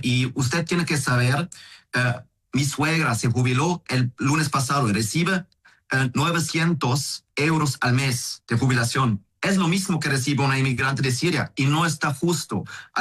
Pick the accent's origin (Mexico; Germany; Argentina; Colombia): Germany; Berlin; Y yo, por ejemplo, soy de Berlín, y en Berlín hay 10 ataques con cuchillo cada día.